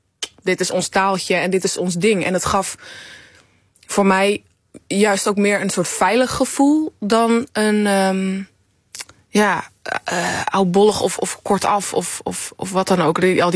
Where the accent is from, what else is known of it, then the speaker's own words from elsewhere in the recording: Amsterdam, North Holland, Netherlands; born there; ik kom zelf uit, ik ben zelf geboren in Amsterdam. En mijn vader heeft me wel al Fries opgevoed.